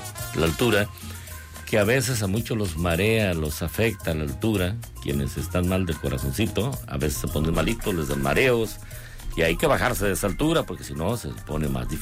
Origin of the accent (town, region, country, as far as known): Colima, Mexico